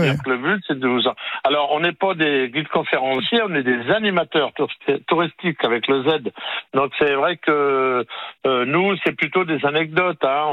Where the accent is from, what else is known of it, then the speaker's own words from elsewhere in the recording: Normandy, France; On est normand, nous.